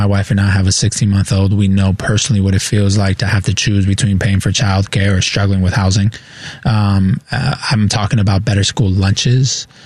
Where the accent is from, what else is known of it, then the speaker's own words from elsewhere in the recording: Chicago, Illinois, United States; I was born and raised in Pilsen, so to two working immigrant parents. My mom cleaned houses. My dad was a truck driver.